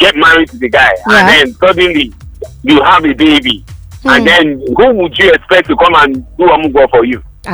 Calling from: Abuja, Federal Capital Territory, Nigeria; I'm calling from Central Area.

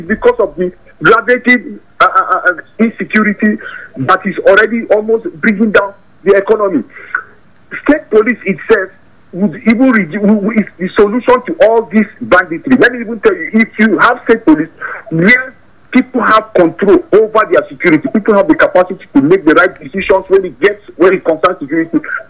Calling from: Nigeria; Yeah, it's …. I'm calling you from Shaka.

